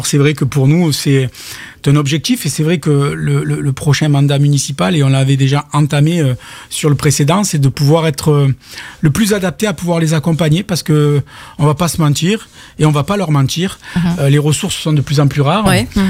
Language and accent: French; Port-Saint-Louis-du-Rhône, Provence-Alpes-Côte d'Azur, France; « Je suis de Port-Saint-Louis-du-Rhône ».